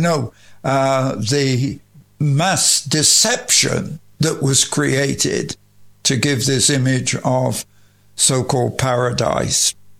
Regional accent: England, United Kingdom; And I'm an Englishman, and if you're listening to me, when I've finished, then come down and bring me a cup of tea.

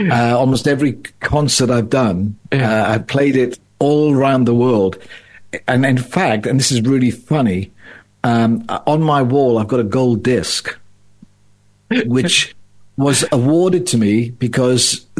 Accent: Llantrisant, Wales, United Kingdom; So I was brought up in that environment. I grew up in South Wales in a little town called Llantrisant, which is just north of Cardiff.

